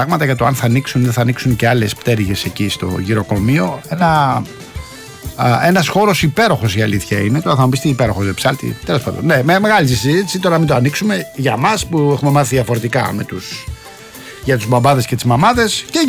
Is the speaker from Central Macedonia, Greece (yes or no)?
no; Rafina, Attica, Greece; στην πατρίδα μου στη Ραφίνα